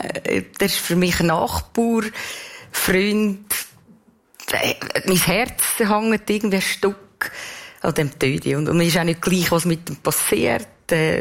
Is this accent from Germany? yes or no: no; Glarus, Switzerland; Ja, für mich ist das Glarnerland meine Heimat.